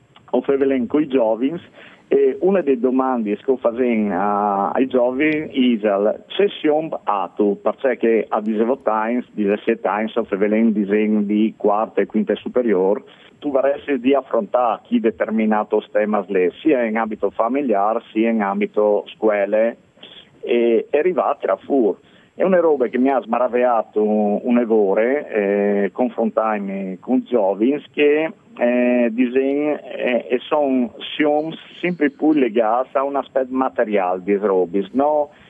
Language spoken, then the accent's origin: Italian; Friuli-Venezia Giulia, Italy; moved away; sono originario dall'Udinese, dall'Iterland Udinese